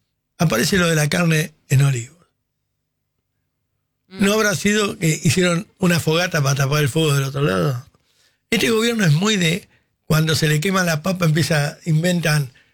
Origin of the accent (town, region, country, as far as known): Argentina